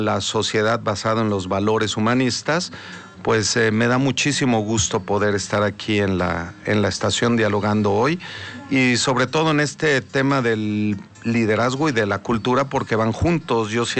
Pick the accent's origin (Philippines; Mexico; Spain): Mexico; moved away as an adult; now in Germany; México es mi raíz, es en donde yo he nacido, en donde he crecido